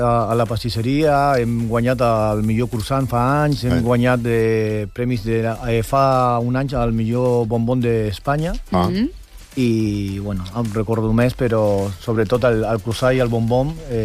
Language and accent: Catalan; Argentina; moved away; sóc argentí